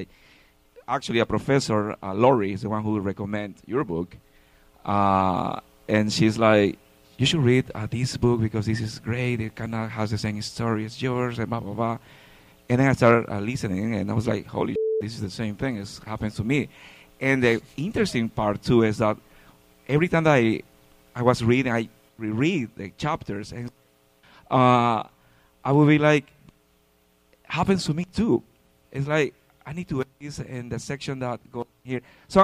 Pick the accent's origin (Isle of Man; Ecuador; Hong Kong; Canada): Ecuador; English is a second language; now in United States; because I came here. I'm from Ecuador.